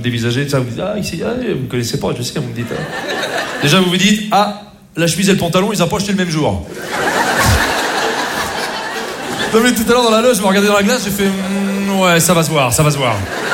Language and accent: French; Rouen, Normandy, France; parce que moi, je ne suis pas du tout de Paris, je ne suis pas du tout de Marseille, bien sûr, moi, je suis de Rouen. Je ne sais pas si vous connaissez Rouen.